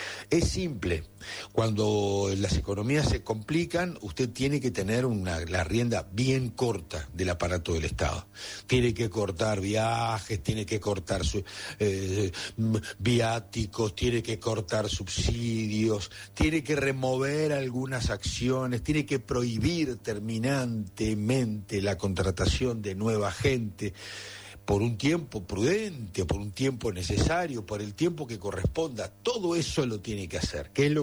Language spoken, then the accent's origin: Spanish; Uruguay; porque al final somos los uruguayos los que con impuestos vamos a tener que pagar esa fiesta.